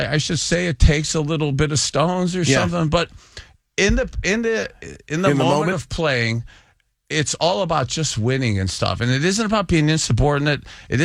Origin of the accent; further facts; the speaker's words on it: Ohio, United States; I love about how I was raised here in Northeast Ohio.